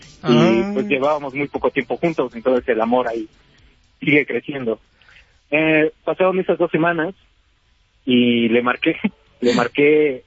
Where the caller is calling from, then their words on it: Metepec, State of Mexico, Mexico; Yo soy de Metepec, Estado de México.